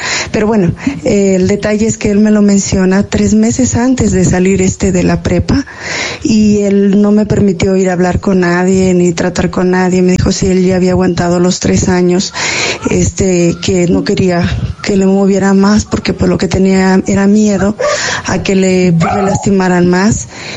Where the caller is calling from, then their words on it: San Luis Potosí, Mexico; de San Luis Potosí